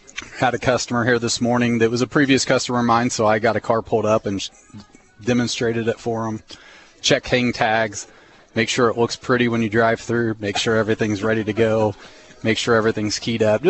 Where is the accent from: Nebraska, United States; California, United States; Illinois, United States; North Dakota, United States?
Illinois, United States; Taylorville; Growing up in Taylorville